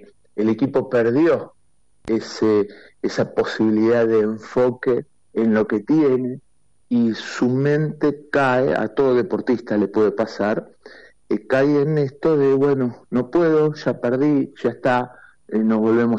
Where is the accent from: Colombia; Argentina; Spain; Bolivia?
Argentina; Nosotros como sociedad argentina somos realmente muy, muy resilientes.